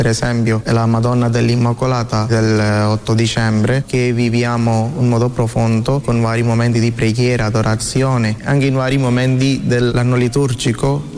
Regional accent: India; now in Italy; vengo dall'India, questa è la mia prima parrocchia affidata dal nostro arcivescovo Padre Bruno Forte.

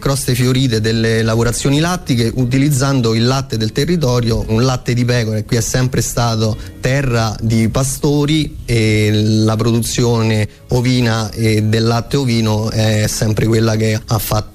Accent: Sacrofano, Lazio, Italy; moved away as an adult; Il paese di Sacrofano, dove sono nato, cresciuto, tanti amici, ha fatto sì che tornassi

